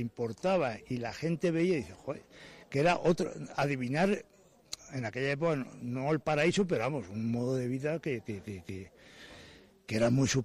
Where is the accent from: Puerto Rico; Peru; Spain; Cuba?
Spain; Málaga, Andalusia; born there; Yo nací en Málaga, entonces nosotros veníamos a veranear aquí, a la casa de los abuelos.